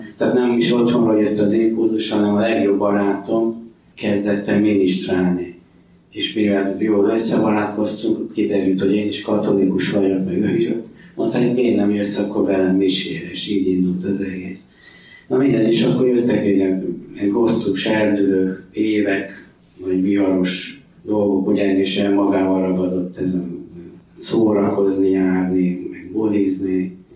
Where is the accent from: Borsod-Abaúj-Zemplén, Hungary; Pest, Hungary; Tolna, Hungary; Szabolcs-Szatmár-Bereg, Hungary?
Tolna, Hungary; Györköny; also born or lived in Paks; Egy kis faluban nőttem fel, Pakson születtem, de Paks mellett Györkönyben nőttem fel.